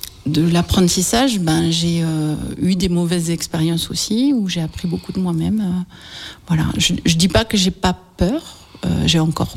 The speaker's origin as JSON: {"language": "French", "region": "Southern France", "country": "France", "accent": "méridional (southern French)", "said": "je suis méridionale, ça s'entend oui. À mon accent."}